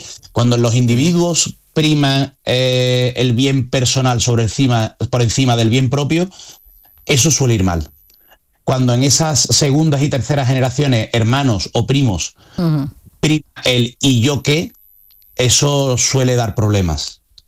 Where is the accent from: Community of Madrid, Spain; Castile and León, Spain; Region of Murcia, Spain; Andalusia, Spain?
Andalusia, Spain; para no contestar como un gallego, sino como un buen andaluz